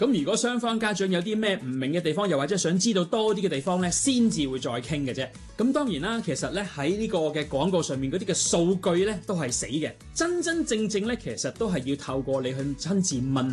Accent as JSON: {"language": "Cantonese", "country": "Hong Kong", "said": "其實我哋香港人啦"}